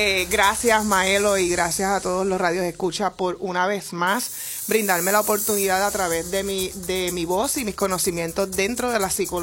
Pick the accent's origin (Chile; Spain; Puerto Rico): Puerto Rico